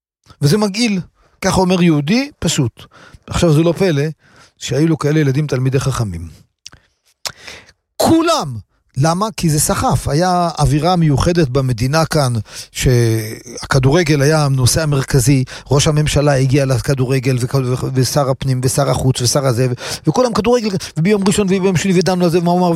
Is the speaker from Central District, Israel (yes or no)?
no; Kiryat Ata, Haifa District, Israel; בתור ילד, גרתי בכפר עטה.